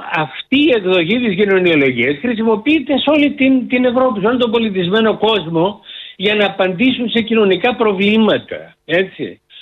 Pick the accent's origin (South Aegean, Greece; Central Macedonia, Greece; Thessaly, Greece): South Aegean, Greece; Kos; όπως είπε ο πατριώτης μου σε εισαγωγικά, Ιπποκράτης, γιατί είμαι από την ΚΟ.